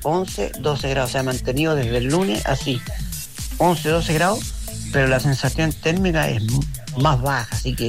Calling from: Valparaíso, Chile; de Valparaíso.

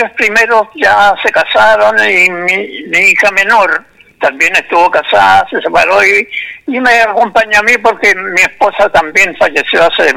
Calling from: La Calera, Valparaíso, Chile; soy de Artificio de la Población Arboleda.

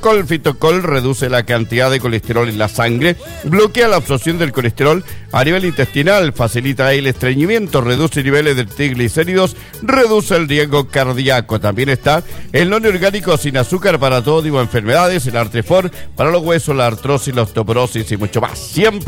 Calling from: Catemu, Valparaíso, Chile; de Catemu, gracias por su amabilidad, se le agradece.

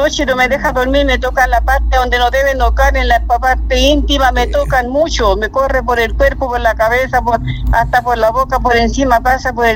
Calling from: Curicó, Maule, Chile; De Curicó.

